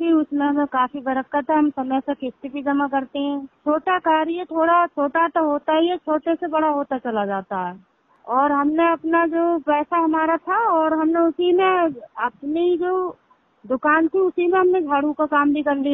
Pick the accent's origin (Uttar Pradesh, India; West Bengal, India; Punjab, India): Uttar Pradesh, India; Rampur district; मैं ग्राम जादोपुर की रहने वाली हूँ, पोस्ट दमोरा, जिला रामपुर।